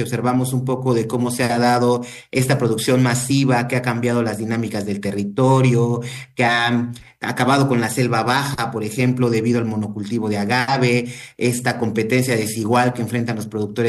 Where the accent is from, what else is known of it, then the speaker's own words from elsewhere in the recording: Santiago Matatlán, Oaxaca, Mexico; Te saludo desde aquí, desde Oaxaca. Yo soy originario de Santiago Matatlán, una comunidad que se encuentra en los valles centrales del estado, hablante del zapoteco, una de las lenguas que más se hablan en el estado